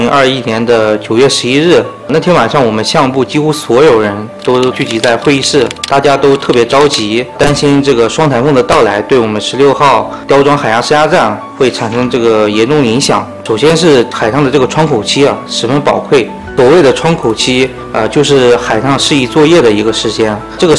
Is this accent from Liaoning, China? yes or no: no; Shanxi, China; moved away; 我是山西人，我家乡都是那种连绵不绝的群山。